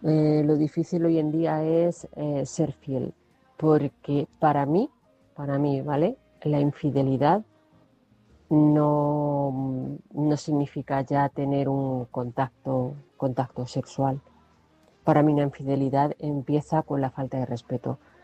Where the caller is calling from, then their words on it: Toledo, Castilla-La Mancha, Spain; de Toledo, aquí una noche más entre costuras.